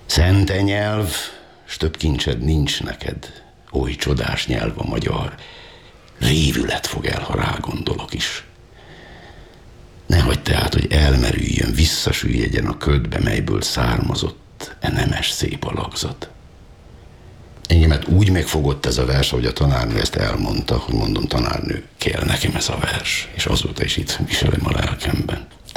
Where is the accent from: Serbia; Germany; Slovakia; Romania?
Serbia; Vojvodina; born there; gyerekkoromban, hogy egy pillanatra nem jutott eszembe, hogy innen elmenjek